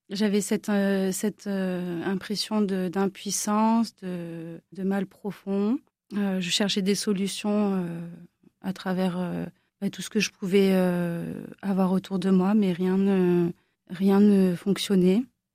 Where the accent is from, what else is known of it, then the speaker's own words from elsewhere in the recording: Toulon, Provence-Alpes-Côte d'Azur, France; Je suis de Toulon.